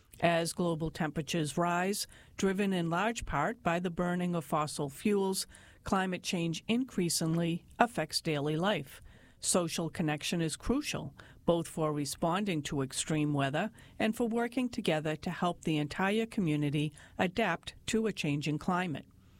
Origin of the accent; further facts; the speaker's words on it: Cherry Valley, New York, United States; when Hurricane Irene and Tropical Storm Lee hit my hometown of Cherry Valley, New York in 2011.